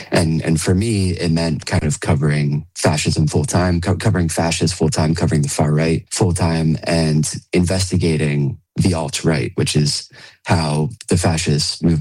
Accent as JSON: {"language": "English", "town": "Gettysburg", "region": "Pennsylvania", "country": "United States", "tie": "born or raised there", "said": "was actually back in my hometown in Gettysburg, Pennsylvania."}